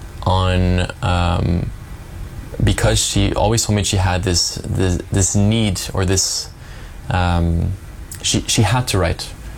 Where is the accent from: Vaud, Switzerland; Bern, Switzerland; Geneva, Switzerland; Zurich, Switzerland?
Geneva, Switzerland; moved away; So I am originally from Geneva in Switzerland. Grew up a French mother and a Swiss father.